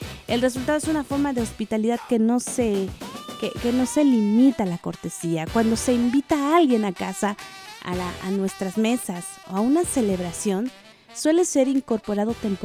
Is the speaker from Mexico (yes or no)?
yes; Mexico; lo hospitalario que somos los mexicanos